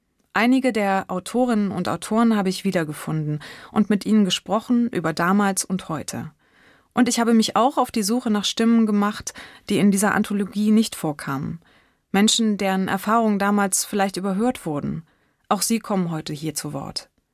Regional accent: East Germany, Germany; born there; Na, ich bin ja im Osten geboren, lebe heute in Westdeutschland

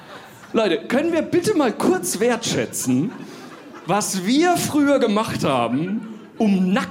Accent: Bavaria, Germany; now in Cologne, Germany; ich bin in Unterfranken auf dem Land aufgewachsen. Bei uns warst du schon Außenseiter, wenn du evangelisch warst.

